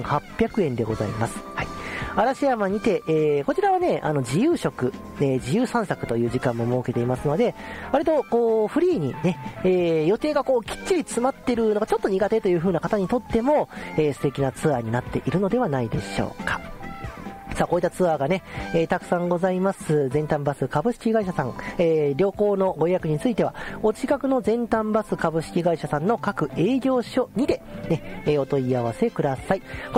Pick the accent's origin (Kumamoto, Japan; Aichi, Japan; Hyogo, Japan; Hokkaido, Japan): Hyogo, Japan; Takeno; 私の地元竹野町のね、